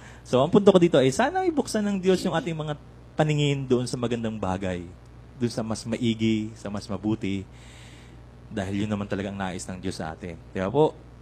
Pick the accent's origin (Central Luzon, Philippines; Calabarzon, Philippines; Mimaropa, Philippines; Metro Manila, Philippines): Mimaropa, Philippines; Roxas; Taga-Lagban ako, malapit lang ako sa dagat.